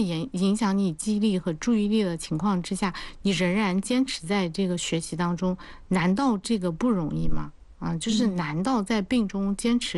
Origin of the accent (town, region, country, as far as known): China